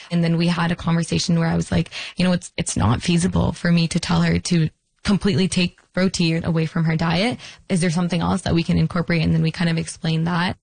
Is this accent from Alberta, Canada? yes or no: no; Peel, Ontario, Canada; I think one, growing up in Peel, I've seen the need.